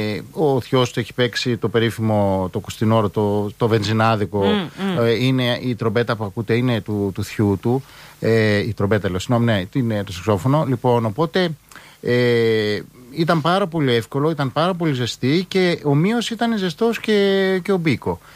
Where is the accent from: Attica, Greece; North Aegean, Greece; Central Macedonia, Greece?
Central Macedonia, Greece; Alexandreia; also born or lived in Naousa, Imathia; εγώ κατάγομαι και από την Αλεξάνδρεια νομού Ημαθίας, Νάουσα νομού Ημαθίας, οπότε με το που τους είπα ότι είμαι από το Γιδά